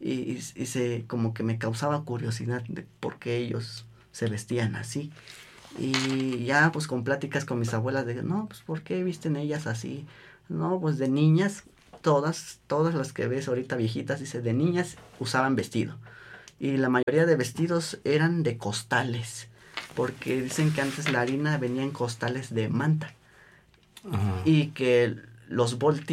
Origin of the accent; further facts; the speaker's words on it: Mexico; first language Spanish; yo me crié en mi infancia con el idioma español. Mi pueblo es un pueblo originario, donde se habla la lengua mije, y en el seno familiar, pues puro español.